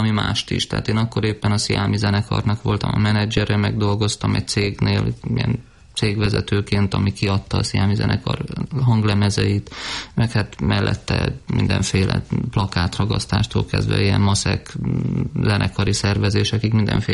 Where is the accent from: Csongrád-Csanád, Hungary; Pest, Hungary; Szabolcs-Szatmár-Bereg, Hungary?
Pest, Hungary; Gödöllő; mi is gyerekkoromban egy ideig Gödöllön laktunk